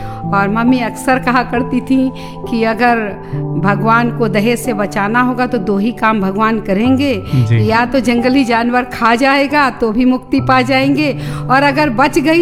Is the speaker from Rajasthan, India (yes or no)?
no; Bahraich district, Uttar Pradesh, India; now in Gonda, India; मेरे पापा आयुर्वेदिक डॉक्टर थे और मैंने प्राइमरी एजुकेशन से लेकर हाई स्कूल तक का एजुकेशन वहीं से प्राप्त किया है।